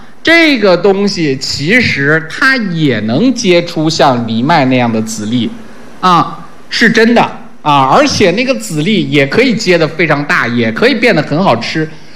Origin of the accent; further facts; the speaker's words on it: China; 我们中国人